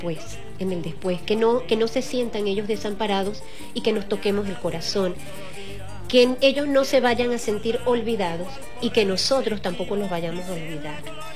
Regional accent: Venezuela

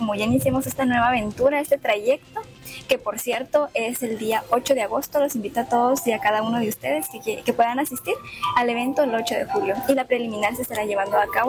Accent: San Benito, Petén, Guatemala; Soy nacida en Petén, soy de San Benito, orgullosamente, y para mí es un verdadero honor poder representar a la gente que me vio crecer.

